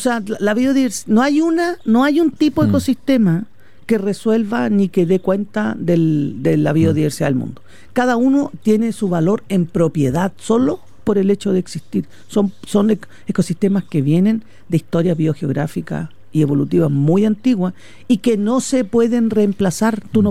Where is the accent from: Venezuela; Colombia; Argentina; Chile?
Chile; Magallanes and Chilean Antarctica; yo vengo de Magallanes